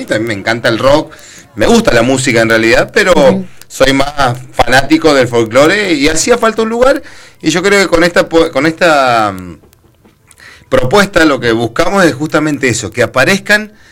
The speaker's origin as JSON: {"language": "Spanish", "region": "Santiago del Estero", "country": "Argentina", "moved": "yes", "said": "que somos todos de Santiago del Estero, por lo menos mi familia toda de Santiago del Estero."}